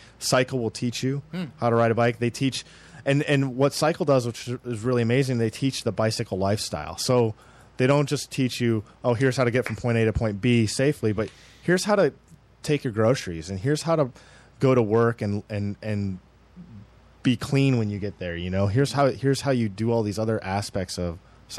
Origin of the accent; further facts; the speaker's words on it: Michigan, United States; now in Los Angeles, United States; I'm from Michigan originally.